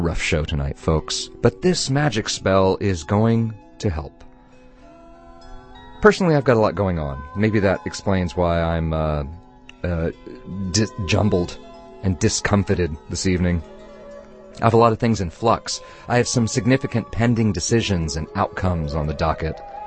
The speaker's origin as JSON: {"language": "English", "region": "Oklahoma", "country": "United States", "tie": "born or raised there", "said": "growing up in Oklahoma"}